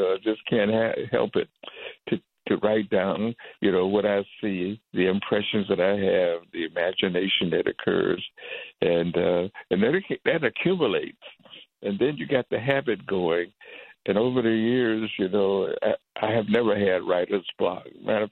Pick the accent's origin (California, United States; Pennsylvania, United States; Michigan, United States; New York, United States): Michigan, United States; Detroit; Because, you know, growing up in Motown, it's impossible to resist the that kind of urgency to put down your own words, to write your own songs.